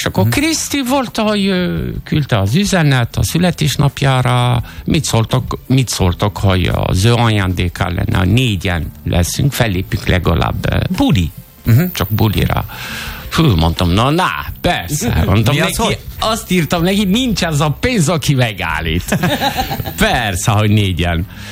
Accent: Algeria; Hungarian is a second language; moved away as an adult; now in Hungary; Algéria. Uh-huh. És akkor ott voltam 7 évig.

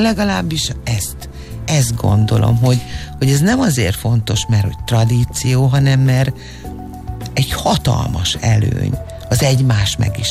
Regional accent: Great Hungarian Plain, Hungary; én az Alföldről származom

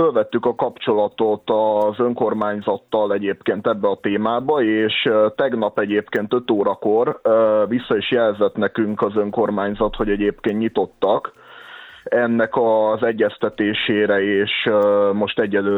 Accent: Hungary; és azt éreztem, hogy újra büszke magyar vagyok.

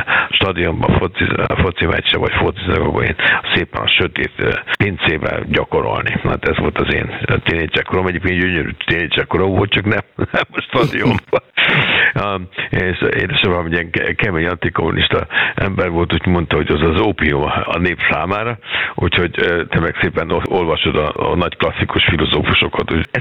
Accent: Budapest, Hungary; én pesti srác vagyok

